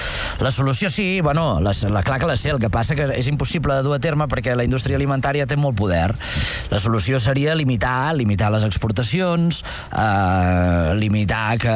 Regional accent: Catalonia, Spain; la meva xicota del sector primari, som catalans

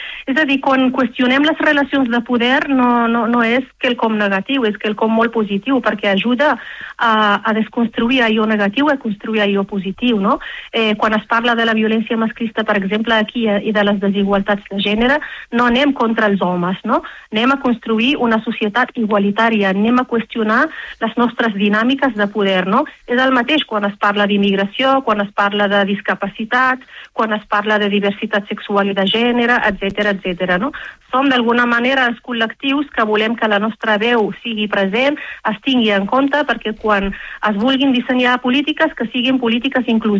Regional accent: Rif, Morocco; Coneixen molt, doncs, de la cultura amazigh, de la llengua amazigh, del Rif, que és el meu poble d'origen, no?

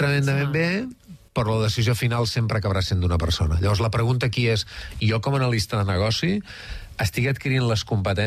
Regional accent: Catalonia, Spain

